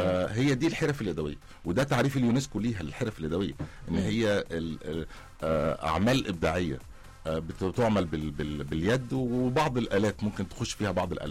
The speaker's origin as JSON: {"language": "Arabic", "country": "Egypt", "said": "إحنا كمان كمصريين"}